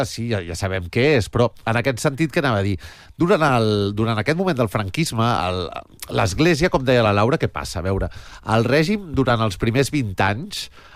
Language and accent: Catalan; Barcelona, Catalonia, Spain; sortirà el meu barri, que és el Guinardó.